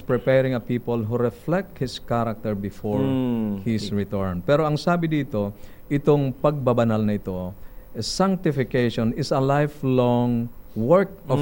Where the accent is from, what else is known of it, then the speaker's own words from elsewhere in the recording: Quezon, Calabarzon, Philippines; Doon sa amin sa Quezon, Barda